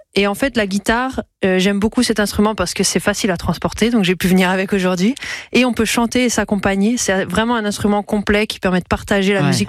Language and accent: French; Veauchette, Auvergne-Rhône-Alpes, France; moved away as an adult; also born or lived in Toulouse; now in Lyon, France; j'aime beaucoup la campagne, comme j'ai grandi à Vauchette, ceux qui connaissent comprendront. Et donc j'évite, tant que je peux, de vivre à Paris. J'y vais régulièrement, je fais l'aller-retour en TGV.